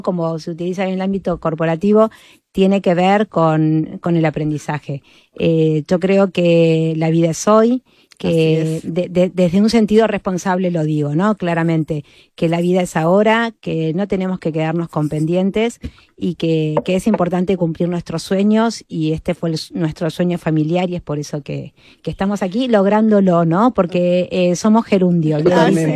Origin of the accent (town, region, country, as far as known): Argentina; moved away